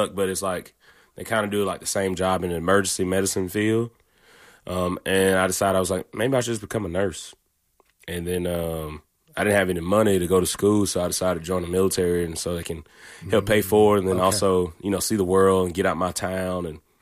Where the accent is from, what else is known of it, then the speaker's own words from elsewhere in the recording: Alexander City, Alabama, United States; moved away; since I left my hometown, I have not been able to get a whole catfish.